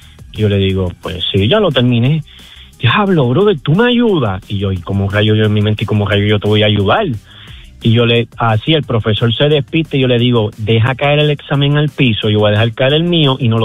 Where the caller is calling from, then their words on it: Carolina, Puerto Rico; Soy de Carolina